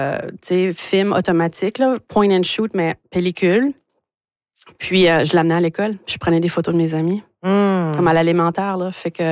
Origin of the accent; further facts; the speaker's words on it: Caraquet, New Brunswick, Canada; also born or lived in Moncton; je suis née à Moncton. Et de l'âge de 5 à 16 ans, j'étais à Caraquet.